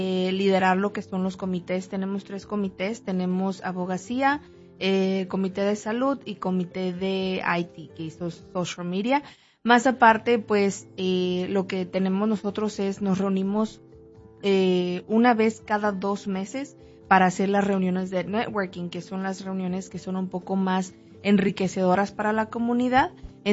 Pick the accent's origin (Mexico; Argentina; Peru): Mexico; moved away; yo soy de México y mis papás tenían una tienda de abarrotes cuando era yo pequeña.